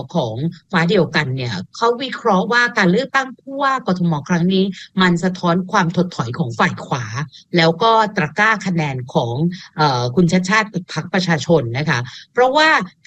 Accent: Nonthaburi, Thailand; ดิฉันเป็นคนนนทบุรี

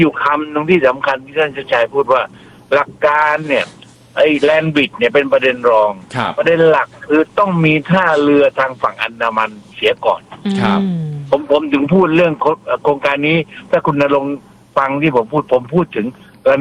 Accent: Southern Thailand, Thailand; ท่านพูดกับผมในฐานะเป็นคนใต

